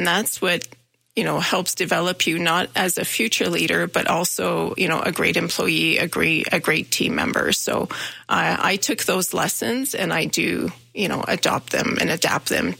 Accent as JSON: {"language": "English", "region": "Manitoba", "country": "Canada", "moved": "yes", "lives_now": "Calgary, Canada", "said": "I'm originally from Manitoba, and I came to SAIT, and I remember driving to Calgary. And so everything's new. I didn't know anybody."}